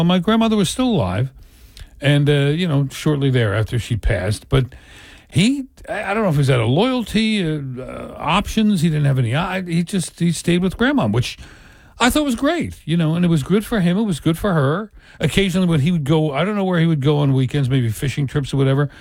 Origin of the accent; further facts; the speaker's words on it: Delran, New Jersey, United States; I lived behind a family that had four boys when I was growing up in Delran